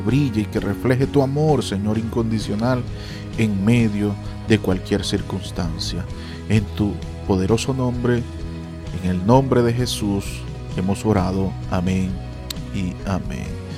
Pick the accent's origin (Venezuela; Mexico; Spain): Venezuela